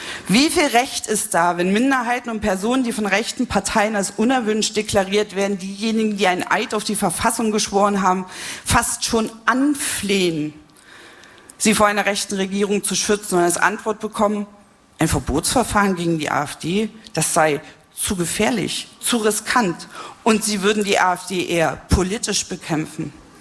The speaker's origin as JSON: {"language": "German", "town": "Jena", "region": "Thuringia", "country": "Germany", "tie": "born or raised there", "said": "Die Abwandlung dieses Brecht-Zitats steht in meiner Heimatstadt Jena an der Wand der Wirkungsstätte eines sehr lieben, aber leider verstorbenen Freundes, Lothar König."}